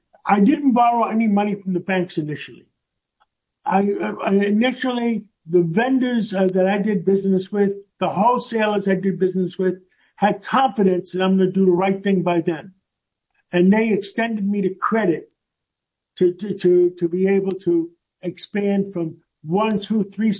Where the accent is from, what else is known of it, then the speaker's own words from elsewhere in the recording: New York City, New York, United States; I grew up in Harlem on 135th Street, and between Broadway and Amsterdam Avenue by City College, by Lewisohn Stadium up there. I went to PS 192, 137th Street.